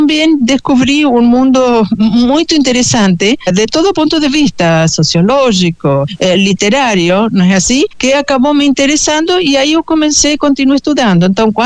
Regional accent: Argentina; Portuguese is a second language; now in Brazil; quando vim morar no Brasil, eu sou argentina

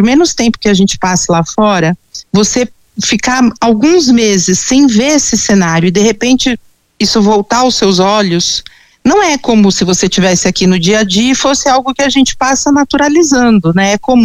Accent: São Paulo, Brazil; eu sou aqui de São Paulo, eu desci em Cumbica, e eu até hoje eu moro na Zona Leste, na época eu morava aqui também, né, mas num outro bairro.

